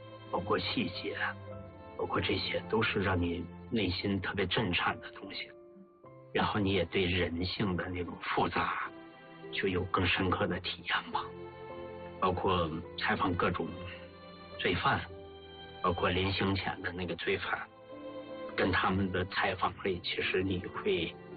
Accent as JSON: {"language": "Chinese", "region": "Heilongjiang", "country": "China", "tie": "born or raised there", "said": "就因为我本身是黑龙江人嘛，小时候文目睹，我对那块土地特别熟悉嘛"}